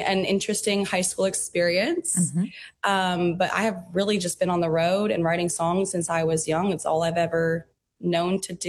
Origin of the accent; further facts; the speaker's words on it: Abbotsford, British Columbia, Canada; But I grew up in Abbotsford, BC. I went to an integrated art school growing up.